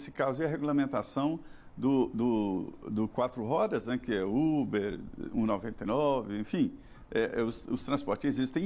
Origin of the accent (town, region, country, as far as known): Medina, Minas Gerais, Brazil